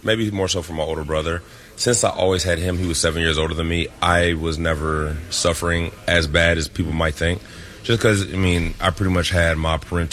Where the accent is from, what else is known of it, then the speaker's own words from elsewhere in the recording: Virginia, United States; where I'm from, I say Virginia just because I was in Virginia from third grade to high school, you know, so that's majority of my life.